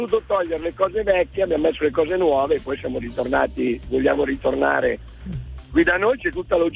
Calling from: Novara, Piedmont, Italy; Io chiamo da Novara.

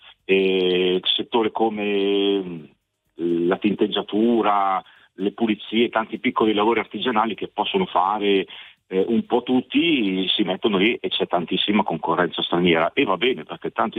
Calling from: Lombardy, Italy; Della provincia di Cremona, un piccolo paesino di Barolo del Re.

